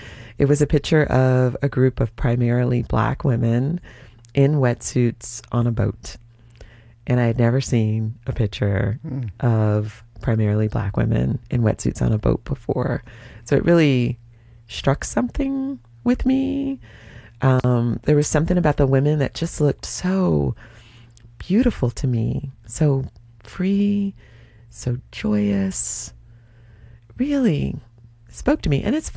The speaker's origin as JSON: {"language": "English", "town": "Atlanta", "region": "Georgia", "country": "United States", "said": "Jared, I am from Atlanta, Georgia. I didn't know anything about the ocean."}